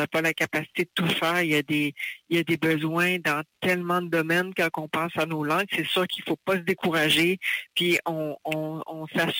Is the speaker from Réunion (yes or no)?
no; Mashteuiatsh, Quebec, Canada; Pour moi, je suis Innu de Mastouillat.